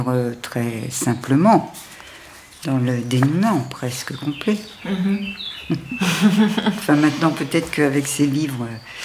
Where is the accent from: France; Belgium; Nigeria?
France; Berck, Hauts-de-France; Je suis née à Berck, et c'est les Anglais d'ailleurs qui bombardaient et qui ont cassé tout. Mmh. Je vivais, quand j'étais petite, au milieu des ruines, au milieu des mines